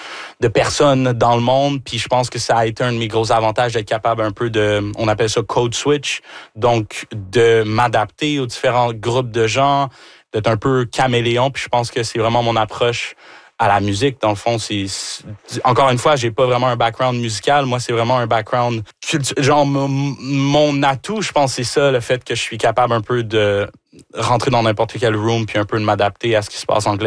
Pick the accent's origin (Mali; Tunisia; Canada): Canada; Rouyn-Noranda, Quebec; born there; T'sais, moi, je suis Québécois de chez Québécois. Là, je suis né ici, justement, à Rouyn-Noranda.